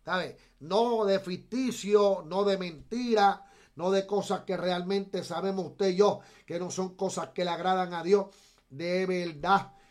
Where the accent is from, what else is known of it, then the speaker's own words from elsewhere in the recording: Puerto Rico; Si vemos en Puerto Rico, yo soy puertorriqueño